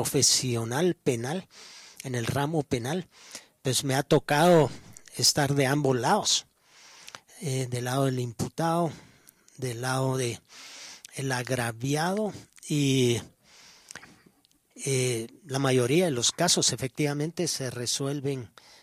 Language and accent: Spanish; Guatemala; nosotros como chapines